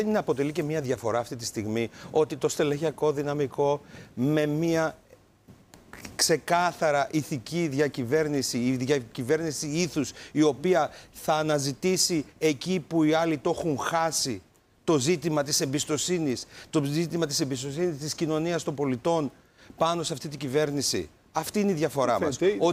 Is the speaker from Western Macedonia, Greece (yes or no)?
yes; Western Macedonia, Greece; εγώ είμαι από τη Δυτική Μακεδονία.